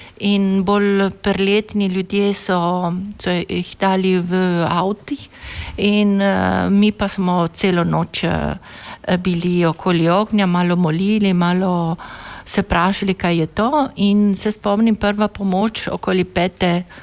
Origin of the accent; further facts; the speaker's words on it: Resia, Friuli-Venezia Giulia, Italy; 11 let sem bila stara takrat, torej jaz sem iz Solbice